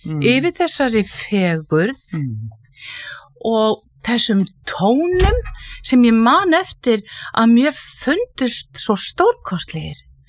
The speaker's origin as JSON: {"language": "Icelandic", "town": "Hvolsvöllur", "region": "Southern Region", "country": "Iceland", "tie": "born or raised there", "said": "ég er fædd og uppalinn í Rangavallasýslunni og að mestu leiti á Hvolsvelli."}